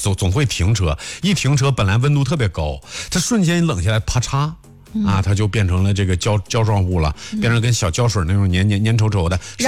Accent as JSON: {"language": "Chinese", "region": "Henan", "country": "China", "said": "咱们河南人"}